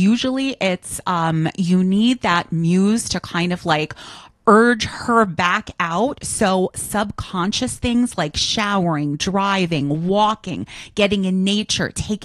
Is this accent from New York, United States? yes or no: yes; Hudson Valley, New York, United States; born or raised there; also born or lived in Queens, New York